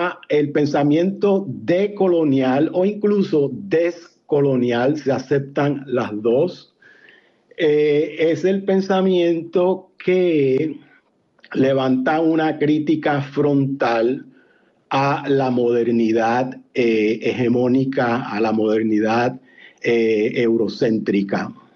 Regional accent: Puerto Rico; moved away; En mi caso, como puertorriqueño, pues yo llego como ciudadano desde 1917

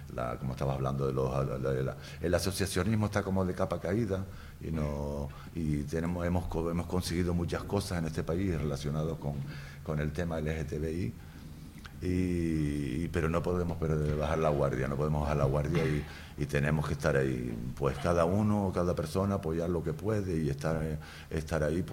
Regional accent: Fuerteventura, Canary Islands, Spain; Si van por Fuerteventura, que sepan que por ahí estamos. … que todo el mundo me conoce.

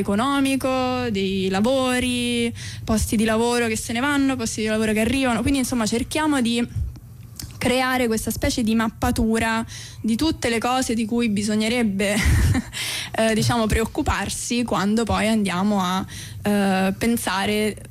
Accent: Rome, Lazio, Italy; Poi nessuno, okay, di noi vive nello stesso posto da cui proviene, tranne me, che, okay, sono di Roma e vengo da Roma e sto

